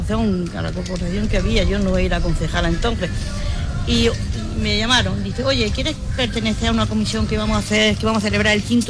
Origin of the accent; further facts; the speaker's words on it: Arboleas, Andalusia, Spain; now in Mojácar, Spain; en una aldea de mi pueblo de Arbolea, en La Cinta